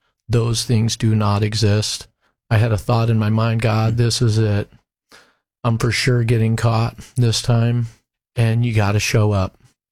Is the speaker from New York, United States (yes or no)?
no; Salem, Oregon, United States; Yeah, so I was born and raised in Salem, Oregon.